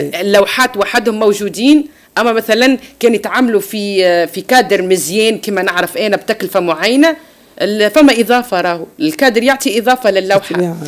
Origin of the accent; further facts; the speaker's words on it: Tunisia; احنا عنا ميديا مهتمة بالفن التشكيلي في تونس